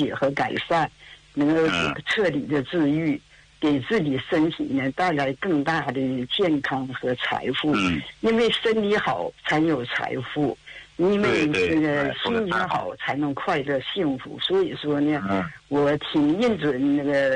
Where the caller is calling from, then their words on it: Jilin, China; 咱们就是吉林的那个就是百姓